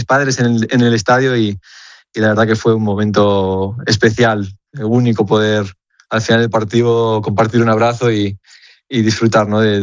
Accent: Barcelona, Catalonia, Spain; born there; no le cuadra un poco el acento, pero bueno, yo también nací aquí en Barcelona y... Sí. Pero bueno, mi familia es toda argentina, las raíces argentinas las conservamos desde siempre

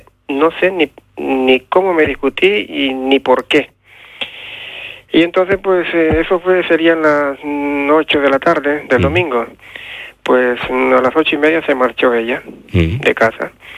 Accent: El Salvador; Porque yo soy de la República de El Salvador.

